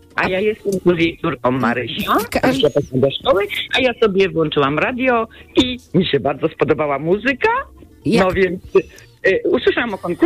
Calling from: Kielce, Świętokrzyskie Voivodeship, Poland; W tej chwili jestem w Pruszczu Gdańskim, ale pochodzę z Kielc.

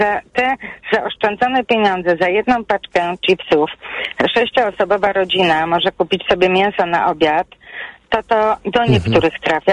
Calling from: Masovian Voivodeship, Poland; Tak, ja mieszkam pod Warszawą, pracuję w Warszawie

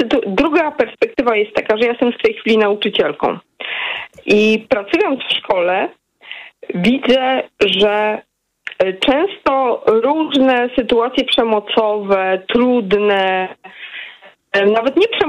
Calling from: Wrocław, Lower Silesian Voivodeship, Poland; Jestem z Wrocławia.

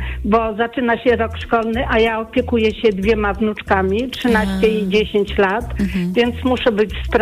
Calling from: Warsaw, Masovian Voivodeship, Poland

